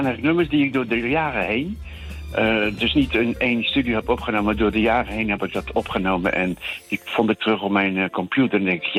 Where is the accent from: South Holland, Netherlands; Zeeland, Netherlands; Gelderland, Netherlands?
South Holland, Netherlands; Rotterdam; moved away; Iedereen zegt van, je bent Rotterdammer. Ja, ben ik ook van Feyenoord.